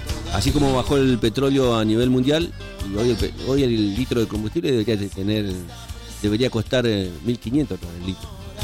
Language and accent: Spanish; Argentina; como argentinos, la viveza criolla argentina